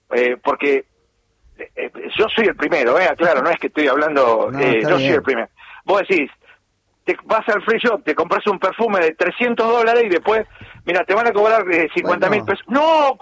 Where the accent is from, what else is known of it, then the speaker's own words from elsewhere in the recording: Argentina; soy argentino yo también